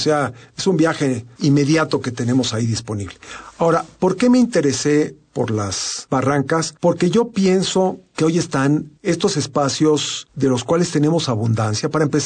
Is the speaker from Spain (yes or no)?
no; Mexico City, Mexico; soy chilango y tengo orgullo chilangopolitano